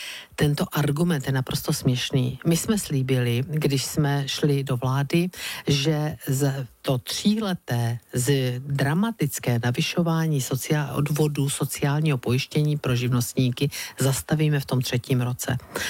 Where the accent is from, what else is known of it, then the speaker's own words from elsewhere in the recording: Brno, South Moravian Region, Czechia; a to říkám s obrovskou hrdostí vlase, protože jsem Brňačka